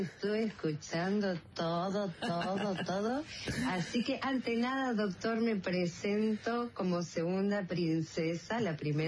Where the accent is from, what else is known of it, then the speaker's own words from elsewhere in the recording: Banfield, Buenos Aires Province, Argentina; now in Canning, Argentina; Crié en Banfield, y ahora vivo acá en San Vicente, Canning